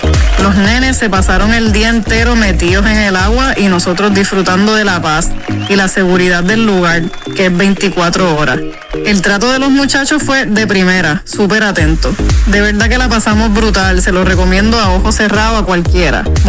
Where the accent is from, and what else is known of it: Ponce, Puerto Rico